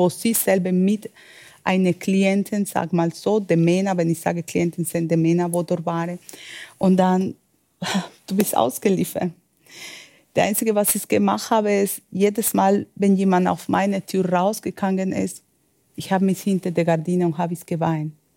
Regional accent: Medellín, Antioquia, Colombia; German is a second language; Ich komme aus Medellin. In den 90er war bei uns so viel mit dem Kartell, mit den Drogen.

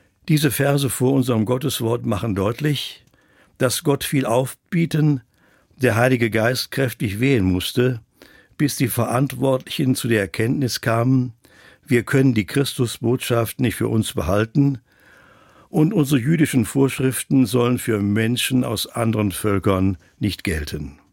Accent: Silesian Voivodeship, Poland; born there; als ich vor Jahren zum ersten Mal über die Grenze nach Polen einreisen und meine Geburtsstadt in Schlesien besuchen konnte

